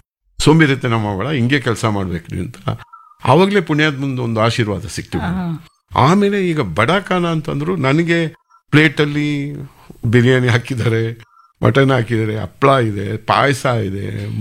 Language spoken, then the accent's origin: Kannada; Bengaluru, Karnataka, India; Sir ನಾನು Bengaluru Karnataka sir.